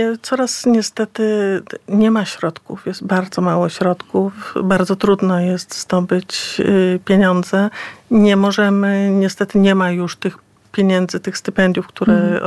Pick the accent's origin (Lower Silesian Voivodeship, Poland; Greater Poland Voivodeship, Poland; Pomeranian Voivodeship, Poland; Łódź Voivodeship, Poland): Lower Silesian Voivodeship, Poland; Wrocław; Ja pochodzę z Wrocławia. Urodziłam się we Wrocławiu.